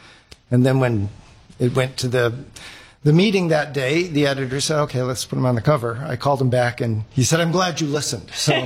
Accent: Detroit, Michigan, United States; moved away; so I grew up in Detroit.

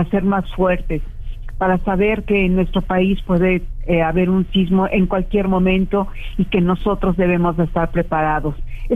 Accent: Mexico

